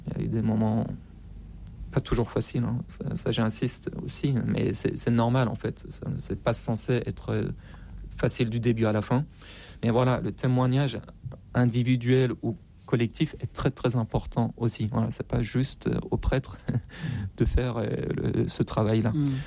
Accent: Iran; moved away; Sauf qu'entre-temps, quand j'ai quitté l'Iran, très vite, il y a eu le Covid. Moi, j'ai commencé mes activités médiatiques. En fait, je me suis retrouvé, sans m'en rendre compte, un peu exilé.

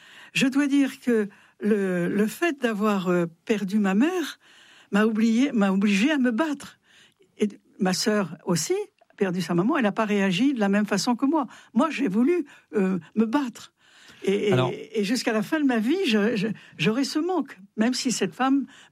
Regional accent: France; J'aime profondément la France, je suis une Française

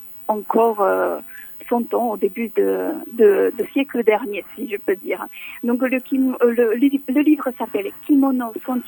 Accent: Toulouse, Occitanie, France; chez nous à Toulouse, dans le sud de la France

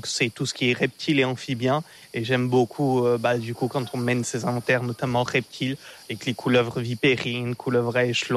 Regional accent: Auvergne-Rhône-Alpes, France; Et le week-end, ma mère était allée à son église, donc par chez nous en Haute-Loire

